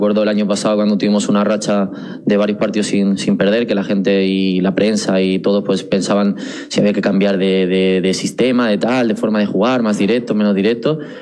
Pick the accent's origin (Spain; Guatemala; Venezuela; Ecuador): Spain; Catalonia; moved away as an adult; Sí, bueno, al final hasta los 18 viví allí, soy catalán, tengo mucha familia allí